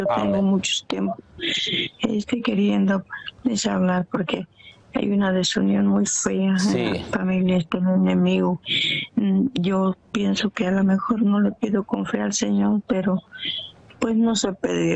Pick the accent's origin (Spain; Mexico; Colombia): Mexico; Michoacán; Soy de México, de Michoacán, de acá de Michoacán.